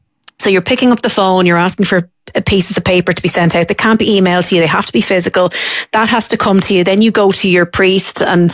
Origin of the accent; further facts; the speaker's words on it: Artane, Leinster, Ireland; because I grew up in Artane, so I had to go over there.